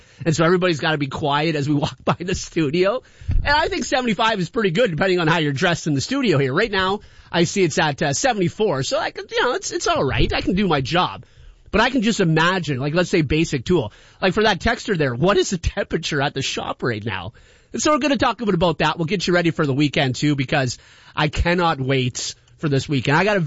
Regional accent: Canada; We're Canadian

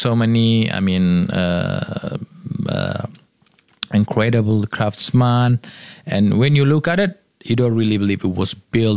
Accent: Ethiopia; moved away as an adult; now in Singapore; I'm just from Ethiopia.

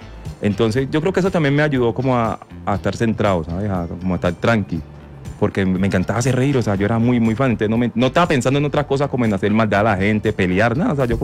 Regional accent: Antioquia, Colombia; porque uno dice, ah, yo soy de Urabá.

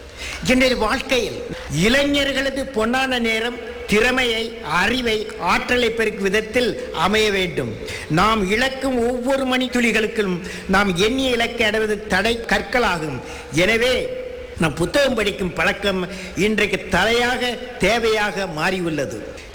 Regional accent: Rameswaram, Tamil Nadu, India; also born or lived in Ramanathapuram; நான் ராமேஸ்வரத்தில் ஆரம்ப பள்ளியில் இருக்கும் பொழுது மேல்நிலை பள்ளிக்கு போக முடியுமா என்ற கேள்விக்குறி சூழ்ந்திருந்தது.

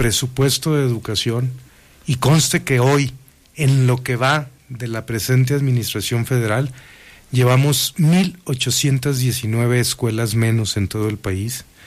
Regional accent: Durango, Mexico; moved away; also born or lived in Mexico City; nací en el Hospital General de Durango.

